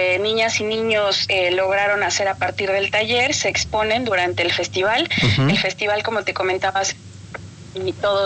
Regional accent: Mexico; Digo, como mexicanos, la tortilla obviamente forma parte de nuestra cotidianidad

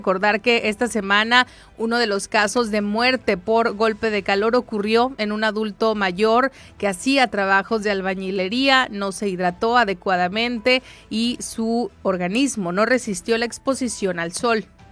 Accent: Mexicali, Baja California, Mexico; los mexicalenses resistimos 48.1 grado centígrado.

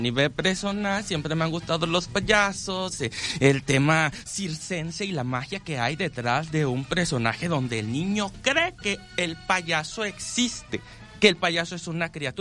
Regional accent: Tlaxcala, Mexico; Ah, pero es porque vine de Tlaxcala.

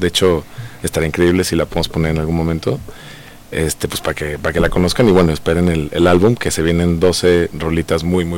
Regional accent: Mexico City, Mexico; originario de la Ciudad de México, igual que Johan.

